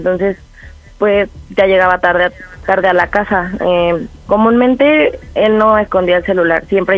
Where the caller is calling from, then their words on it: Venustiano Carranza, Mexico City, Mexico; 31 años y soy de Venustiano Carranza.